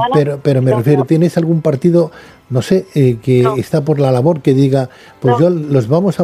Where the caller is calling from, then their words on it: Barcelona, Catalonia, Spain; Yo vivo en Barcelona